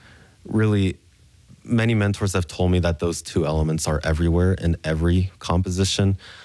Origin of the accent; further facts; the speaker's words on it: Japan; now in United States; My family from China, the neighborhoods that I grew up in Japan, and the friends that I had in Memphis